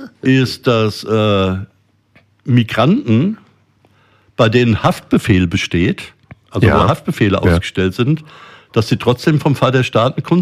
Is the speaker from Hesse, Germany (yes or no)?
yes; Rüsselsheim, Hesse, Germany; meine Kindheit in Rüsselsheim